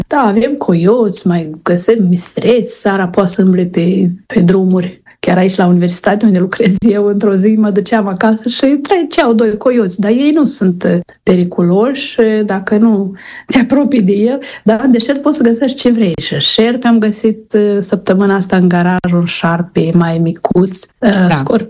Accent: Lozova, Strășeni District, Moldova

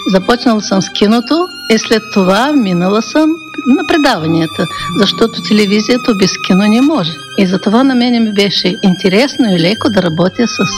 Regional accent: Bolhrad, Odesa Oblast, Ukraine; защото аз съм от Болград, а там ние знаем и български, гагаузски, украински, и руски, и молдавски.

